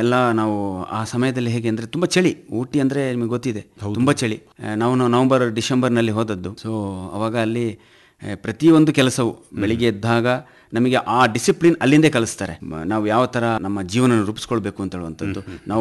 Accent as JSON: {"language": "Kannada", "area": "Kodagu", "region": "Karnataka", "country": "India", "tie": "born or raised there", "said": "ಹಾಗೆ ನಾವು ಕೊಡಗಿನಿಂದ 59 ಮೆಂಬರ್ಸ್ ಅನ್ನು ಸೆಲೆಕ್ಷನ್ ಆಗಿದ್ದು."}